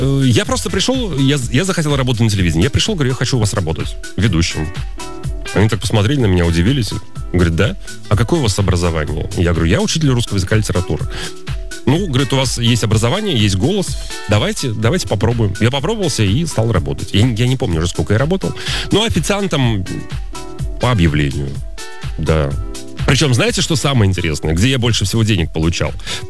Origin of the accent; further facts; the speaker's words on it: Orenburg, Orenburg Oblast, Russia; moved away; Люди знают, что я из Оренбурга